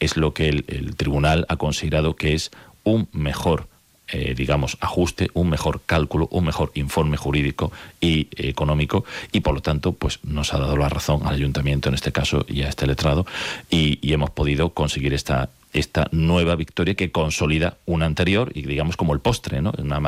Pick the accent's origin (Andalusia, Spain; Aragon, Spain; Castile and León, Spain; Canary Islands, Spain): Andalusia, Spain; Córdoba